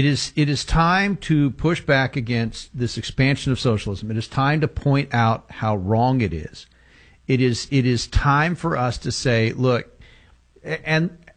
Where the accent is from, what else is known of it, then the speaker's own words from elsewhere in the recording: United States; I know as an American, it is not good for our country to have our largest city in decline.